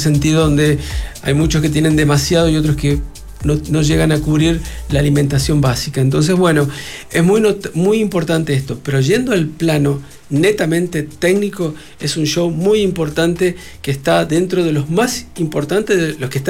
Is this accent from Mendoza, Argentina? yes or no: yes; Mendoza, Argentina